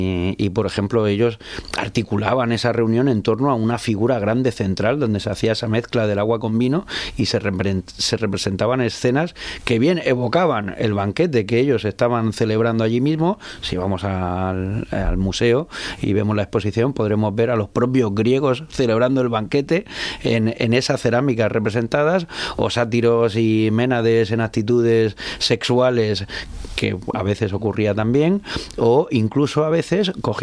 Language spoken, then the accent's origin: Spanish; Region of Murcia, Spain; Y somos los murcianos de hoy.